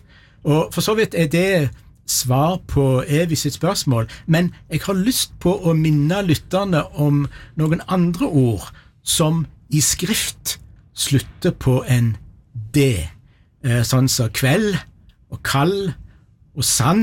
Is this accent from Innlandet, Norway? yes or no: no; Rogaland, Norway; I at dette selvsagt ikke bare er et Rogalandsfenomen, men jeg brukte heimfylket mitt som eksempel i det innslaget for noen veger siden.